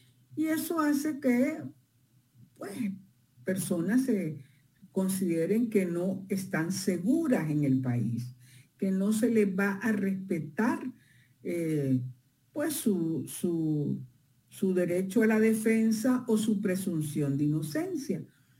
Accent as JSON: {"language": "Spanish", "country": "El Salvador"}